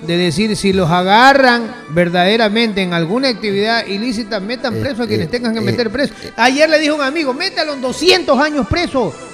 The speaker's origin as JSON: {"language": "Spanish", "country": "Ecuador", "said": "Y como lamentablemente el Estado ha abandonado a sus protegidos, que somos los ecuatorianos"}